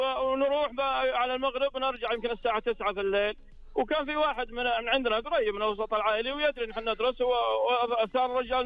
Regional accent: Makkah Province, Saudi Arabia; now in Medina, Saudi Arabia; هذا احنا بعد الطائف قريتنا.

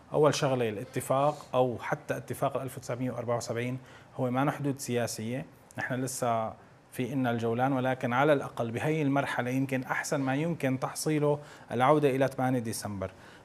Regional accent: Syria; نحن كسوريين جميعا

